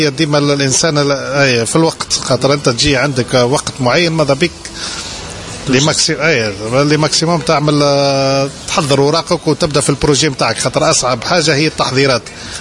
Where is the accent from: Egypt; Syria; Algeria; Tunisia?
Tunisia; now in France; أنا عشت وترعرعت في تونس وكل شيء، نحس روحي أنا ديما غريب في فرنسا